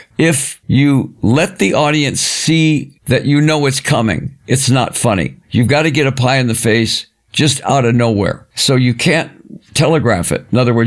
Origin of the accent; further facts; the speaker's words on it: Detroit, Michigan, United States; I grew up in Detroit, and in Detroit, when you came home from school at lunchtime when you were 6 years old, you watched Soupy Sales.